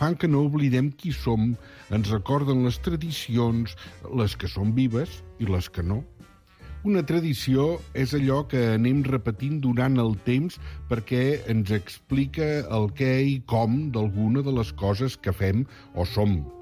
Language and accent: Catalan; Catalonia, Spain; va deixar bona referència de com som els catalans